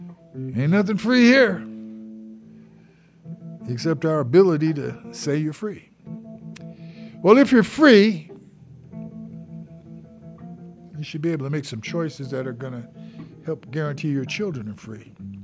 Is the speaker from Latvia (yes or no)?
no; United States; I say we because I'm American.